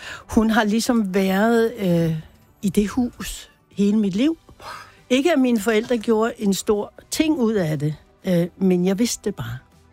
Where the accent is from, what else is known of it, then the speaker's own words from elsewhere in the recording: Dyssegård, Capital Region of Denmark, Denmark; mine forældre køber mit barndomshjem af selveste Tove.